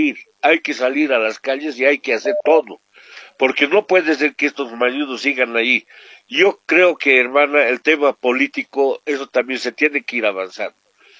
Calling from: Bolivia; Como boliviano estoy amargado, muy triste, ya también he entrado a una edad, ya tengo 65 años

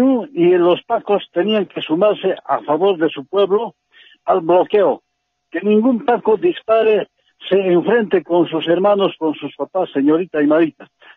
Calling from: Villa Rivero, Cochabamba, Bolivia; de aquí, de Villa Rivero.

